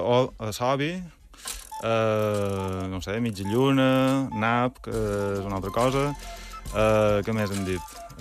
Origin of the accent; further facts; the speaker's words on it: Palma, Balearic Islands, Spain; Nosaltres som de la Gerreria.